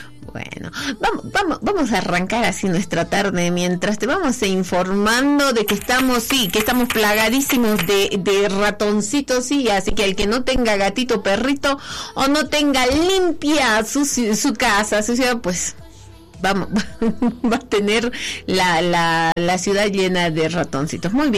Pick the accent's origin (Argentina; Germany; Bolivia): Bolivia